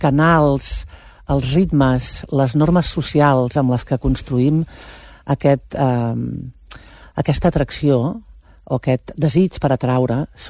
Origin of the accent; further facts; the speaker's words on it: Prats de Lluçanès, Catalonia, Spain; Clar, tio, és que jo soc de Prats